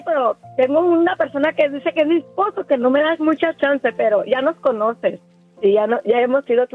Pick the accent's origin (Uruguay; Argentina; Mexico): Mexico; Sinaloa; Ah, claro que sí. Soy de Sinaloa.